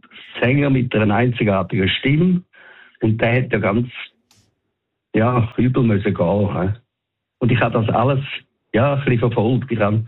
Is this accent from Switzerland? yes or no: yes; Winterthur, Zurich, Switzerland; Ich komme aus Winterthur und ich habe … glaube ich, vor 30 Jahren gesehen in der Eishalle.